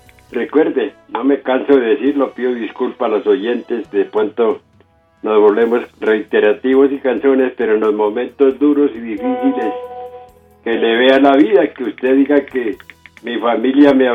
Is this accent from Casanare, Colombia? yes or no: yes; Támara, Casanare, Colombia; moved away; Hoy en mi pueblo, Támara, en el departamento de Casanare